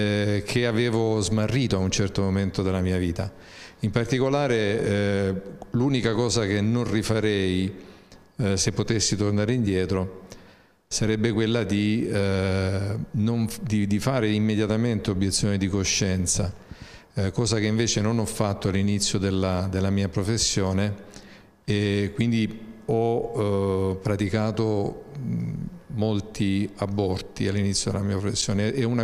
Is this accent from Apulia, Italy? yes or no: yes; Lecce, Apulia, Italy; moved away as an adult; now in Perugia, Italy; io vengo da Lecce, quindi 700 chilometri più a sud-est da Perugia, e vivo a Perugia da 45 anni.